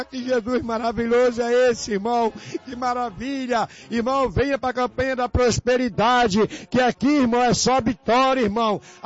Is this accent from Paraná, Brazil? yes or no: no; Saracuruna, Rio de Janeiro, Brazil; eu sou de Saracuruna, eu sou obreiro lá do Cangulo.